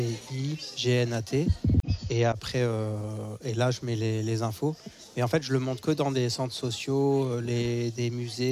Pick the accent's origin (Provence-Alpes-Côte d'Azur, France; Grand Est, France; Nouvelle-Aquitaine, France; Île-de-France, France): Provence-Alpes-Côte d'Azur, France; also born or lived in Brussels; now in Lorient, France; j'ai grandi en Provence.